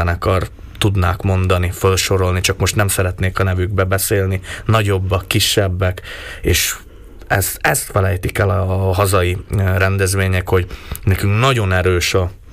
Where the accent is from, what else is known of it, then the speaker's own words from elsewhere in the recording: Šamorín, Trnava Region, Slovakia; én 6 éve játszottam utoljára a saját szülővárosomba. Tehát 6 év távlatába hamarabb hívtak el Portugáliába, mint Somorjára.